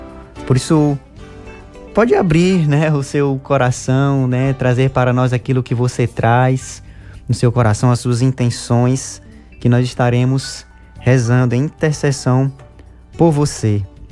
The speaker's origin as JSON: {"language": "Portuguese", "town": "Quixadá", "region": "Ceará", "country": "Brazil", "moved": "as an adult", "lives_now": "Rio de Janeiro, Brazil", "said": "eu sou jovem missão aqui na cidade do Rio de Janeiro, venho de Quixadá, no Ceará. Estarei aqui em missão por um ano, cheguei na missão em fevereiro"}